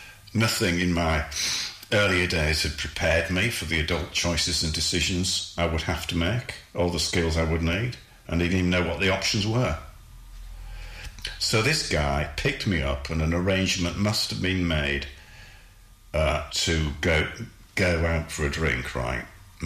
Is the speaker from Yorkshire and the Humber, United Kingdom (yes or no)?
yes; Hull, Yorkshire and the Humber, United Kingdom; I was born and brought up in Hull, still living in Hull at the time.